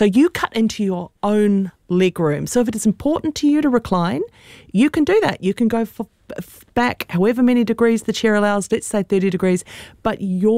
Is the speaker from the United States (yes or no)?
no; Christchurch, Canterbury, New Zealand; I grew up in Christchurch